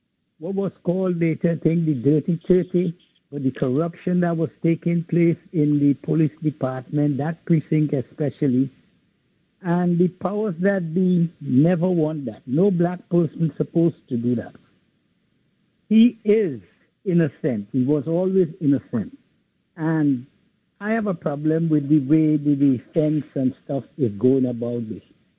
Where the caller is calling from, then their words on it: New York City, New York, United States; calling in from Brooklyn.